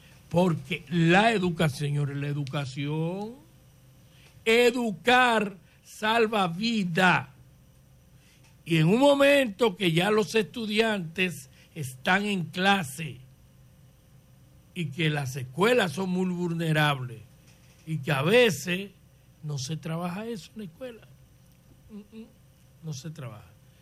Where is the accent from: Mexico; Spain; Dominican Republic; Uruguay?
Dominican Republic; nosotros somos una islita más pequeña, media isla.